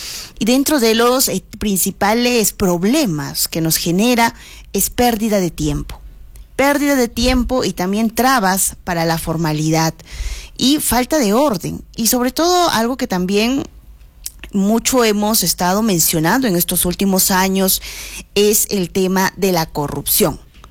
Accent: Peru; los diferentes recursos que tenemos como peruanos

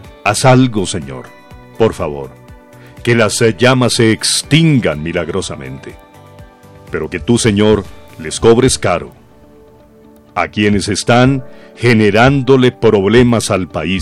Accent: Colombia

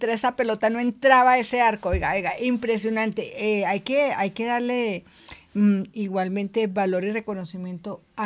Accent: Colombia; como colombiana me siento

